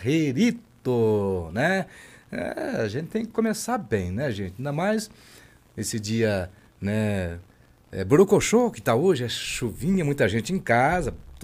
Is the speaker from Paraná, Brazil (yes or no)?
yes; Paraná, Brazil; moved away; Eu, quando estava lá para as bandas do Paraná, né, lá na minha cidade